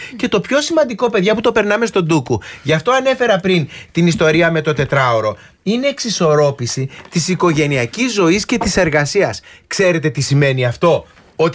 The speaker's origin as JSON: {"language": "Greek", "country": "Greece", "lives_now": "Netherlands", "said": "να γυρίσω πίσω στην Ελλάδα που μου λείπει και στεναχωριέμαι που είμαι μακριά από την πατρίδα μου."}